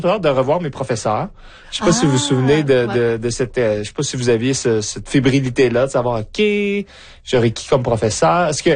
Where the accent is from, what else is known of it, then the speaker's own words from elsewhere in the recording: Boisbriand, Quebec, Canada; à Boisbriand, donc j'ai grandi dans les Basses-Laurentides